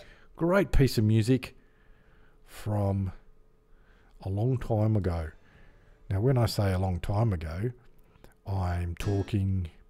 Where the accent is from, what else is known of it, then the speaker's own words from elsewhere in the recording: England, United Kingdom; What about England? Because I'm English.